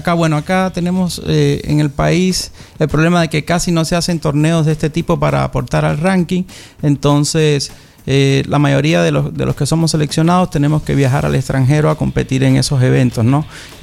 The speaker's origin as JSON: {"language": "Spanish", "country": "Cuba", "moved": "as an adult", "lives_now": "Ecuador", "said": "En mi caso soy cubano y ya llevo más de 12 años acá en Ecuador. Ya hace 3 años pude tener la nacionalidad"}